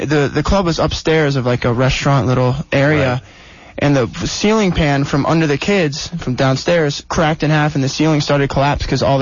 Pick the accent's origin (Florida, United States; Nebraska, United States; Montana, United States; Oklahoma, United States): Florida, United States; Coral Springs; born there; moved away; We're from Coral Springs, which is like It's a nice suburb.